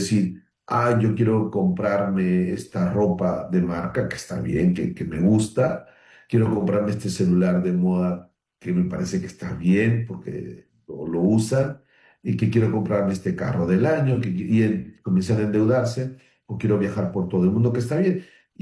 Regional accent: Tumbes, Peru; Les saludo desde Piura, Catacaos. Saludar a mis hermanos del norte. Yo soy de Tumbes.

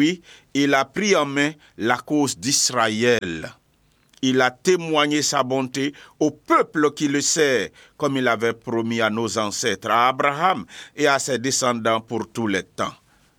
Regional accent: Bondoukou, Zanzan, Côte d’Ivoire; Je suis natif de Bondoukou, et c'est avec beaucoup de joie que je vous parle aujourd'hui.

